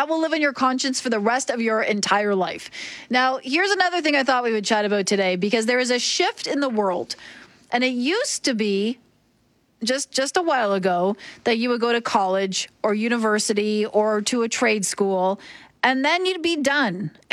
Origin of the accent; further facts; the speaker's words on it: Oshawa, Ontario, Canada; I grew up in Oshawa, which is outside Toronto.